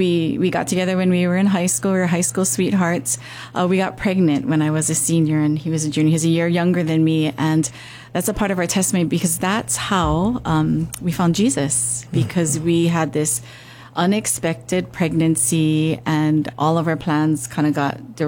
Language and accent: English; Honolulu, Hawaii, United States; I grew up in Hawaii Kai. Went to Maranal, graduated from Maranal